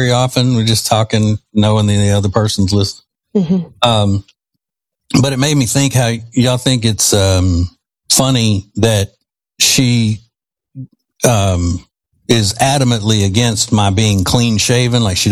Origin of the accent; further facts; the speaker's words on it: Louisiana, United States; Yeah, but we used to call that when I was growing up in Louisiana, we call that flooding.